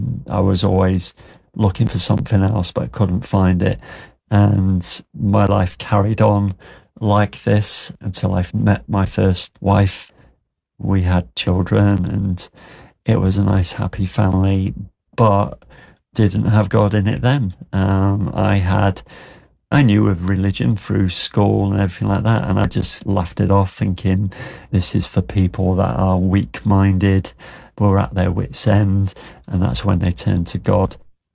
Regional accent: Grimsby, Yorkshire and the Humber, United Kingdom; moved away; Originally, I'm from Grimsby.

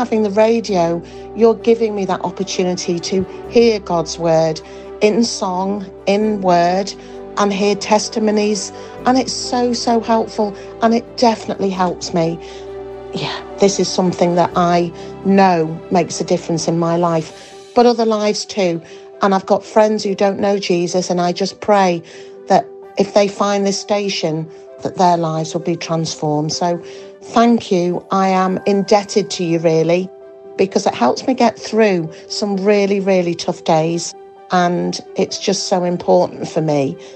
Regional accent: Leeds, Yorkshire and the Humber, United Kingdom; from Leeds.

